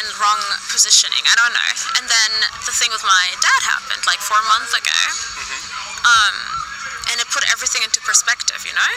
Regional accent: Germany; So, I mean, I feel like my parents are from Ethiopia, and I grew up quite poor in Germany, like, not in a sense of poorness, but, like

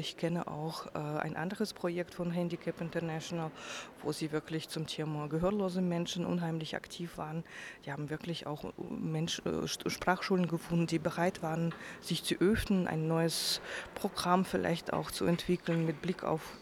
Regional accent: Russia; now in Germany; ich komme ja aus Russland

